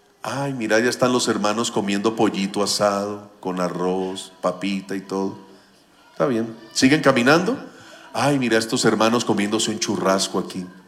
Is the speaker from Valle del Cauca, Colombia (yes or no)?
yes; Cali, Valle del Cauca, Colombia; En la ciudad de donde yo soy, en Cali, Colombia